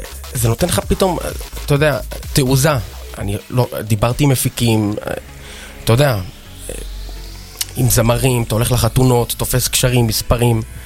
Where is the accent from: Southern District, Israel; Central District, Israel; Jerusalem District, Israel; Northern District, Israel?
Jerusalem District, Israel; Jerusalem; וגדלנו בארנוף. זהו, אתה יודע, חרדים הארדקור